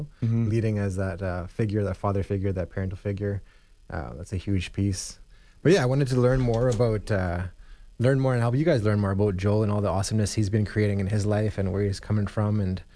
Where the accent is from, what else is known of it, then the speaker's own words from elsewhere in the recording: Guyana; I'm Guyanese and also Cree.